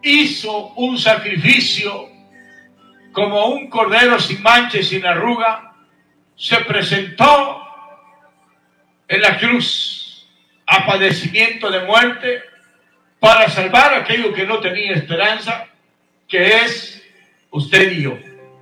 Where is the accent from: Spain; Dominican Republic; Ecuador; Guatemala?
Guatemala; moved away as an adult; now in United States; allá en mi tierra natal, Guatemala. … nacido en Guatemala, viviendo aquí en Estados Unidos ya casi 30 años.